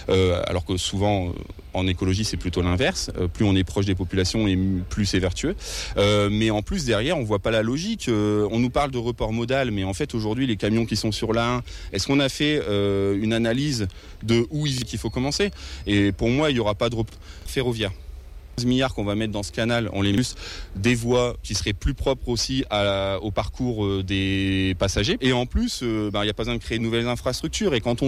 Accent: Oisy-le-Verger, Hauts-de-France, France; also born or lived in Douai; je suis né à Douai, mais j'ai fait de 6 ans à 22 ans à Oisil-Verger, j'ai habité ici, donc je connais bien, c'est ma coin, comme on dit.

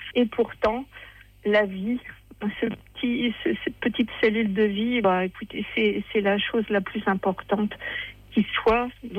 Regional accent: Seclin, Hauts-de-France, France; born there; Je suis une vraie nordiste, née dans le nord, à Soclin, près de Lille, et très fière d'être nordiste.

